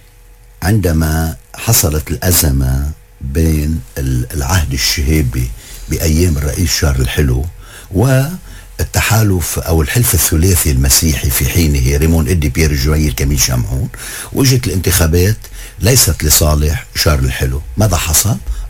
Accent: Lebanon; احنا عندنا بلبنان

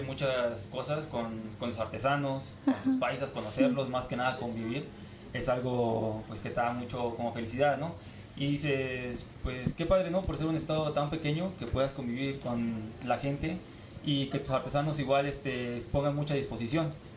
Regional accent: González, Tamaulipas, Mexico; moved away; Y yo vengo de González, de la parte sur, pegada a la Huasteca, que es por Ciudad Valles, hora y media de Tampico, más o menos.

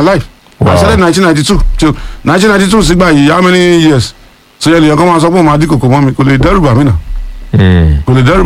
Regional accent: Ogun, Nigeria; it's a fact 2009 an assistant commissioner of police was killed in my hometown Ijebube area commander

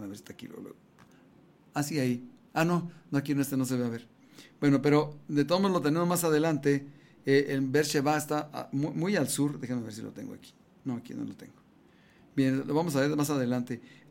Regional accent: Guanajuato, Mexico; now in Ciudad Juárez, Mexico; andaba por mi casa, ahí en Guanajuato

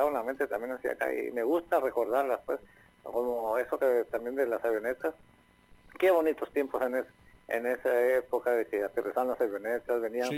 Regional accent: Tijuana, Baja California, Mexico; Yo soy de aquí de Tijuana, aquí nací en Tijuana también

